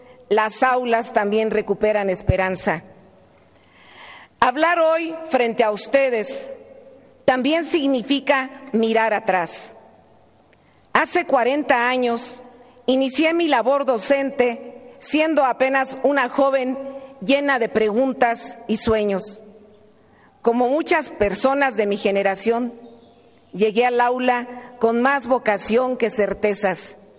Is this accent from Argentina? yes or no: no; Michoacán, Mexico; Vengo orgullosamente de Michoacán, de una familia de maestras y maestros